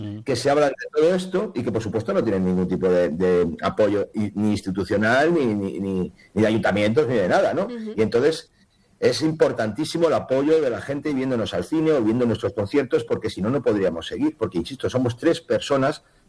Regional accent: Asturias, Spain; yo vengo de Asturias.

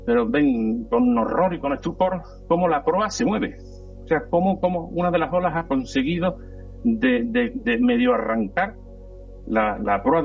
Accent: Cádiz, Andalusia, Spain; yo soy de Cádiz, pero muchas veces me escucháis y me cambia

